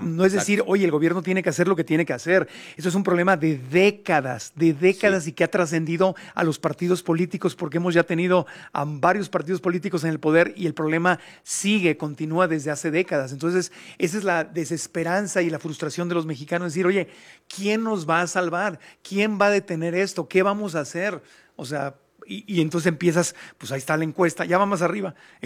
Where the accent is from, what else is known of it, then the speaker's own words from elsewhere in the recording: Mexico; Pero mi opinión como mexicano es que no es.